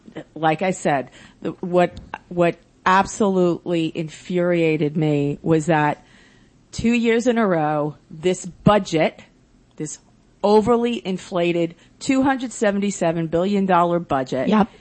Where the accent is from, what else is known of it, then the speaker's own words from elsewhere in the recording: Lynbrook, New York, United States; now in Rockville Centre, United States; I grew up in Lynbrook, where we had village police.